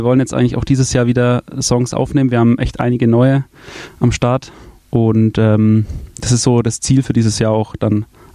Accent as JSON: {"language": "German", "town": "Neumarkt in der Oberpfalz", "region": "Bavaria", "country": "Germany", "said": "Also wir kommen eigentlich aus Neumarkt in der Oberpfalz, haben schon ein paar Mal auch gespielt in Nürnberg"}